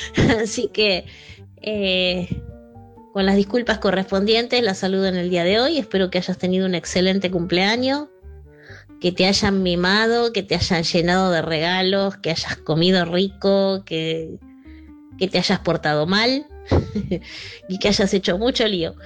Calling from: Caballito, Buenos Aires, Argentina; de Caballito.

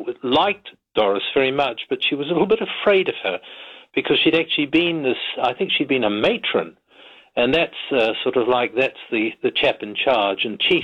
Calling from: Auckland, New Zealand; I'm calling from Auckland, Balmoral.

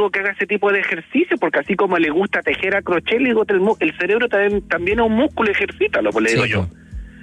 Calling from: Puerto Varas, Los Lagos, Chile; Yo vivo en Puerto Vara, pero mis papás están en Concepción y toda mi familia allá.

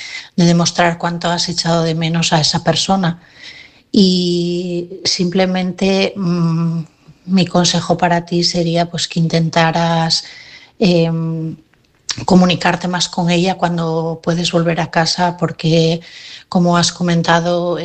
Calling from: Asturias, Spain; de Asturias y mi mensaje esta noche es para Vicente.

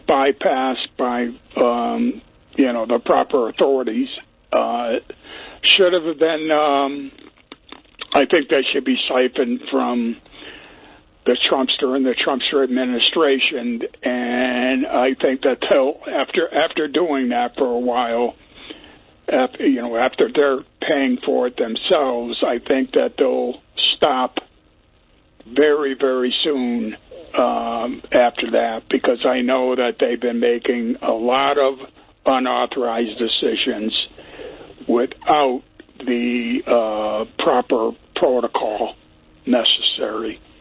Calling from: Chester, Massachusetts, United States; I'm calling from Chester.

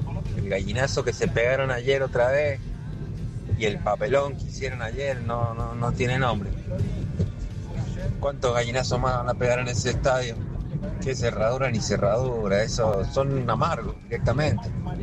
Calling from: Mendoza, Argentina; de Mendoza.

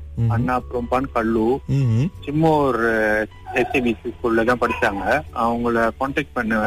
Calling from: Ipoh, Perak, Malaysia; நாங்க ஈப்போலதான் இருக்கிறோம்

